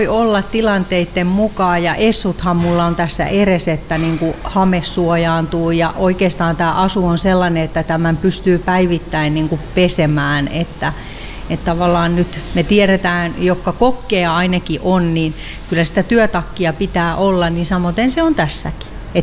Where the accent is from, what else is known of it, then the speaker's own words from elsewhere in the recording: Pirkanmaa, Finland; born there; moved away; sinne Pirkanmaalle, koska se on se mun kotipaikka ollut aiemmin